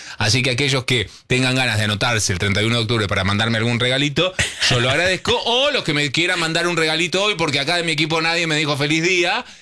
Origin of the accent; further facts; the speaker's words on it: Lanús, Buenos Aires Province, Argentina; Hola, Marito … de Lanús, tengo 52 años.